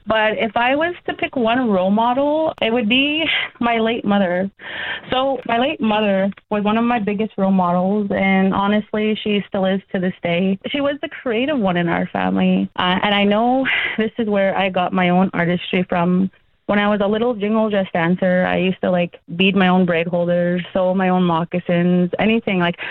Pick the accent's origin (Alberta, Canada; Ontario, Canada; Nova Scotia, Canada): Alberta, Canada; Frog Lake; So how you say Frog Lake in Cree, how we say it out there, is Aiksegegan. I grew up in Frog Lake.